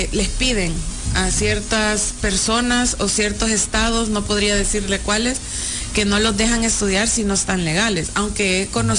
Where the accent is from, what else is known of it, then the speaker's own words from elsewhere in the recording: El Salvador; Y ahorita creo que estamos siendo demasiado observados como salvadoreños en cualquier tipo de trámite